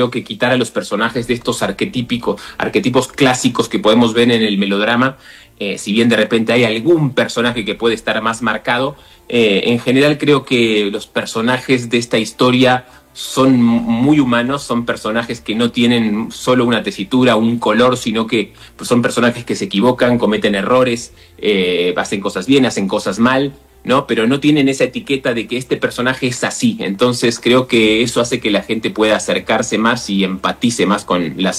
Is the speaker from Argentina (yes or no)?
yes; Argentina; born there; moved away; vine con un amigo que es de mi ciudad natal también, que él estuvo 5 años nada más. Pero sí, el golpe de realidad comparado con Argentina era abismal.